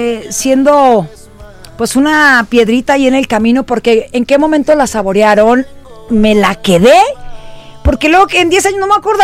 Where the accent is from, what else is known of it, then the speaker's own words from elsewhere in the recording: Los Mochis, Sinaloa, Mexico; also born or lived in Los Angulo; sí, pero de Los Pobres. Pero vivía Los Mochis, yo vivía Los Mochis cuando era niña, cuando era muy pequeña.